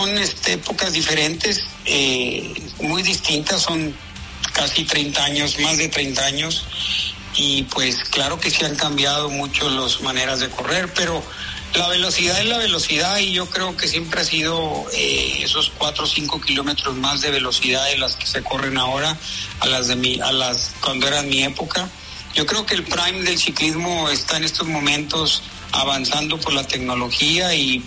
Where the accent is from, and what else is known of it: Mexico; now in Europe